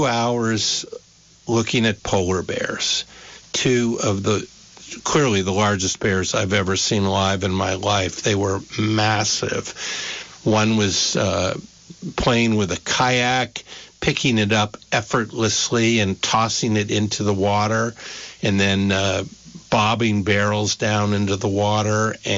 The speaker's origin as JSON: {"language": "English", "town": "St Albans", "region": "East of England", "country": "United Kingdom", "said": "We get up to the window, and we're from St. Albans."}